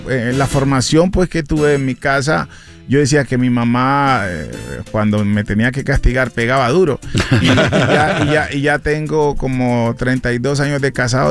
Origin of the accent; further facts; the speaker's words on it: Buenaventura, Valle del Cauca, Colombia; Yo nací en Buenaventura. Me crié en Buenaventura